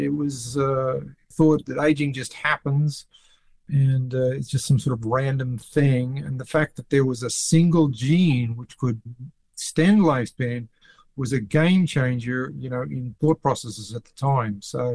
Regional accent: Australia; I remember my grandparents came over from Britain because I grew up in Australia.

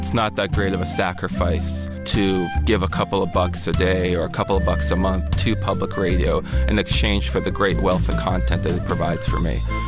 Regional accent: Ukraine; English is a second language; now in United States; I'm an immigrant from the Ukraine. I had friends abroad, and I would burn CDs of the program from the radio

